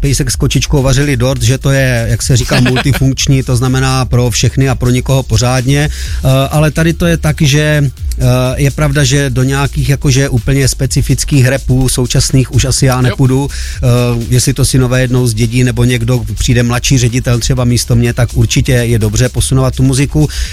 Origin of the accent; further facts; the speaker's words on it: Zlín, Zlín Region, Czechia; vyrůstal jsem tady ve Zlíně v divadelním prostředí